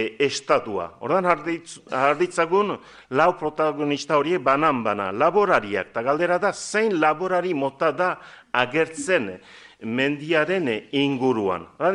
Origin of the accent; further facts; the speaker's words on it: Estérençuby, Nouvelle-Aquitaine, France; ni Estrentzubikoa naiz